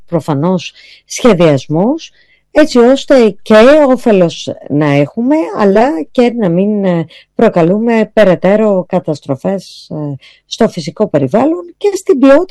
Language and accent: Greek; Central Greece, Greece; είμαι κατάγομαι από τη Φθιώτιδα και σκέφτομαι το οροπέδιο του Δομοκού